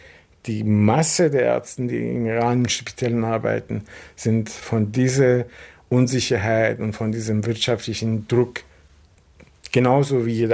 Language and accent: German; Vienna, Austria